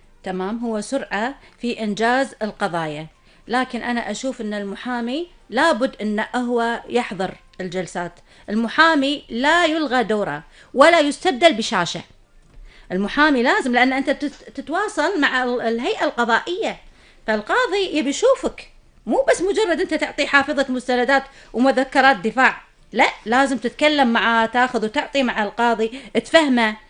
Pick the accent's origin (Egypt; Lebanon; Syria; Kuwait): Kuwait